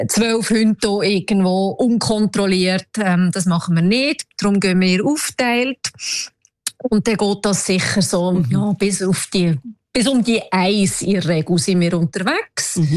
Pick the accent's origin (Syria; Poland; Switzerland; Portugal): Switzerland; Romandy; first language French; German is a second language; Und ich bin ja gebürtige Welsche, also Französisch ist meine Muttersprache.